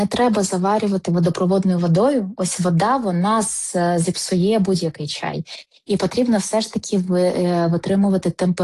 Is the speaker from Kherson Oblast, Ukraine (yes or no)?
no; Dnipro, Dnipropetrovsk Oblast, Ukraine; з присвятою до Дніпра. Це моє рідне місто